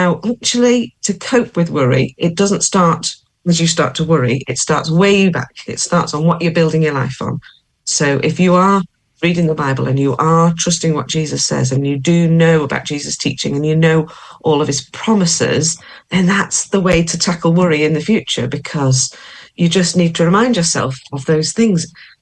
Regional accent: Isle of Man; now in Lancaster, United Kingdom; I'm from the Isle of Man, so I've seen a lot of seagulls, and I live in Lancaster, so I'm quite near the coast.

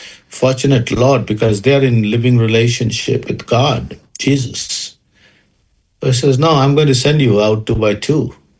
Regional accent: India; growing up in India

